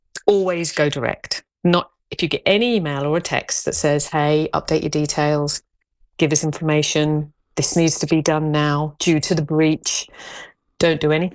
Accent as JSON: {"language": "English", "country": "United Kingdom", "said": "You are the seriously, one of my favourite Australian shows, like, being British, right? I love that show."}